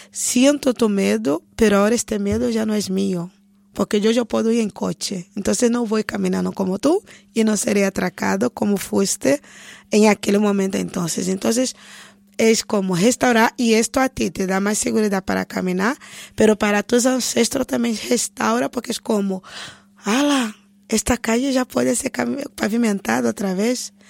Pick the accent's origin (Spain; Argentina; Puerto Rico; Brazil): Brazil; Spanish is a second language; now in Europe; me veo como afro-pindorámica, ¿no? Sería la idea afro-brasileña. Mi experiencia no es de una brasileña en Europa, es de una afro-brasileña